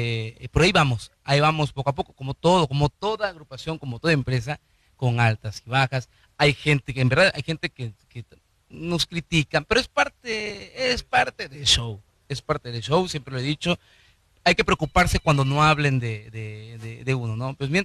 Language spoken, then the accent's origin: Spanish; Corral Nuevo, Veracruz, Mexico; saliendo de aquí de mi pueblo Corral Nuevo